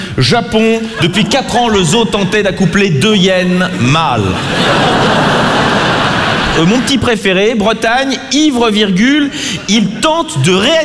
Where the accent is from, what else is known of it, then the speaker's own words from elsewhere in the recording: Belgium; je viens de Belgique.